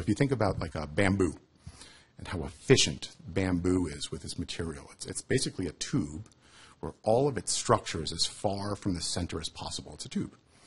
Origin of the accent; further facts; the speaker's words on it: New York, United States; moved away as an adult; now in Chicago, United States; I'm from New York. I'm a New Yorker. Yeah, yeah. I moved to Chicago 11 years ago.